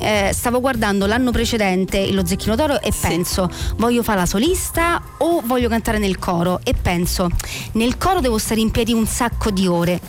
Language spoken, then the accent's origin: Italian; Velletri, Lazio, Italy; Noi abitiamo, siamo di Velletri, in provincia di Roma